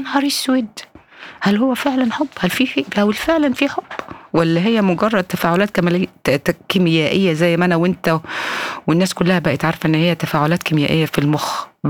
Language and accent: Arabic; Egypt; عندنا في مصر